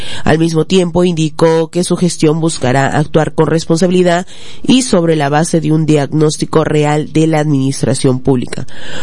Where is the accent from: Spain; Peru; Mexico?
Peru; todos nosotros como peruanos.